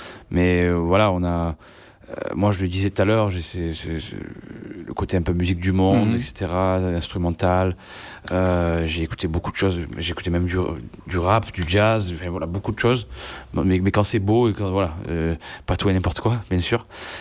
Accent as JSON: {"language": "French", "town": "Marseille", "region": "Provence-Alpes-Côte d'Azur", "country": "France", "said": "Mm-hmm. Je suis marseillais, d'origine arménienne, musicien."}